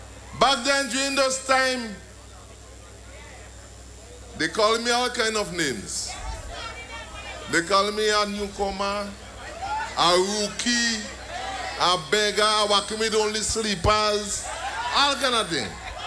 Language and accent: English; Rose Hill, Saint Patrick, Grenada; Welcome. Every one of you to my hometown, my home village. I was born just down the road there, just a stone throw away. But now I live up the road, up by the pasture.